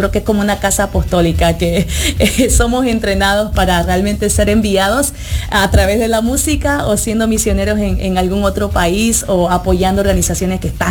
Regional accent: Georgia, United States; moved away as an adult; now in Maryland, United States; yo crecí en Georgia, el sur, you know, y ahí hay bastantes latinos.

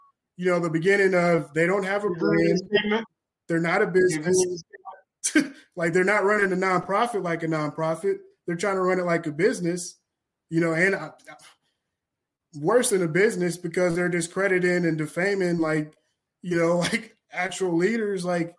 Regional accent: Kentucky, United States; I'm from Kentucky. I organized.

